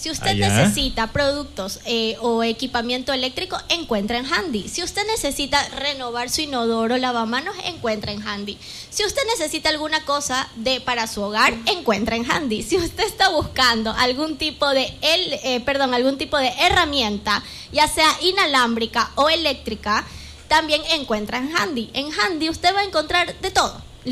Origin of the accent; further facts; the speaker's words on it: Guayaquil, Guayas, Ecuador; yo soy de Guayaquil.